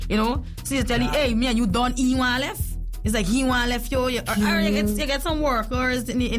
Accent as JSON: {"language": "English", "town": "New Amsterdam", "region": "East Berbice-Corentyne", "country": "Guyana", "said": "New Amsterdam Barbies."}